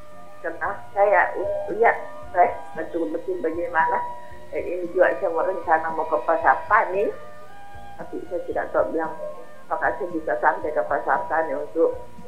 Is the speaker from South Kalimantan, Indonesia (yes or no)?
no; Parepare, South Sulawesi, Indonesia; born there; tempat kelahiran saya Kota Parepare